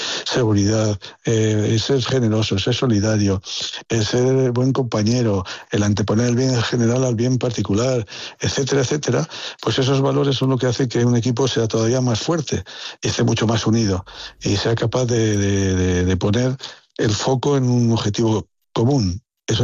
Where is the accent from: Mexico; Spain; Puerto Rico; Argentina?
Spain; La Rioja; Yo soy un gran aficionado a la gastronomía y a la enología, me gusta el vino, soy riojano